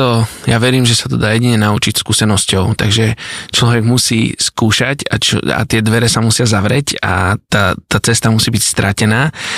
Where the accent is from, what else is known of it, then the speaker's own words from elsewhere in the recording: Bratislava, Bratislava Region, Slovakia; born there; moved away; Narodil som sa v Bratislave